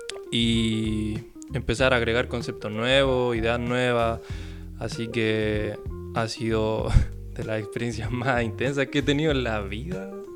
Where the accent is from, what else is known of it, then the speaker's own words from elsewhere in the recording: Rancagua, O'Higgins, Chile; born there; now in San Bernardo, Chile; De San Bernardo. Pasa que yo no vivía aquí antes. Yo no nací acá, de hecho. ¿Cachai? Yo nací en Rancagua. Llevo acá como 3, 4 años, una cosa así.